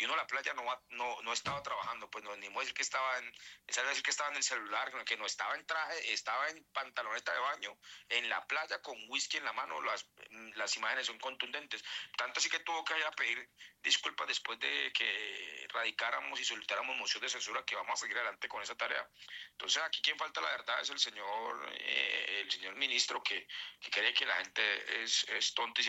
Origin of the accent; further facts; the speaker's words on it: Cali, Valle del Cauca, Colombia; yo, que soy del territorio de Cali, que he estado allá en Buenaventura, en el norte del Valle